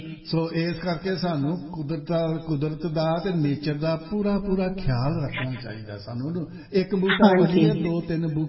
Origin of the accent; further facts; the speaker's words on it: Batala, Punjab, India; ਸਾਡਾ ਪਿੰਡ ਹੈ ਬਟਾਲੇ ਦੇ ਲਾਗੇ, ਕਾਨੂੰ ਆਉਣ ਵਾਲੀ ਸੜਕ, ਉੱਥੇ ਟਿੱਬੇ ਹੁੰਦੇ ਸਨ